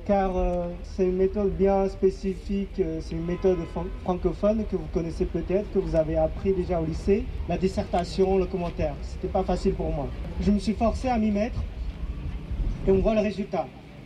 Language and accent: French; Inner Mongolia, China; French is a second language; moved away; C'est ma langue de chez moi, d'un tout petit village en Mongolie intérieure, en Chine.